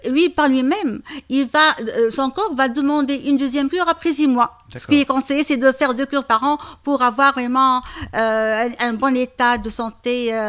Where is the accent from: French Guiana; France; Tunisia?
Tunisia; Et là, c'est un plus chez nous en Tunisie. On a ce sens d'empathie et surtout d'écoute et de convivialité.